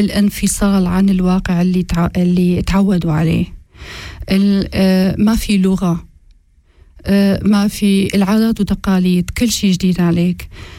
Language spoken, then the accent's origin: Arabic; Syria; moved away as an adult; now in Switzerland; أنا سورية كردية، صار لي تقريبا 14 سنة عايشة في سويسرا. أنا دارسة اللغة الإنجليزية وآدابها في سوريا، ودرست عدة سنوات كمان في سوريا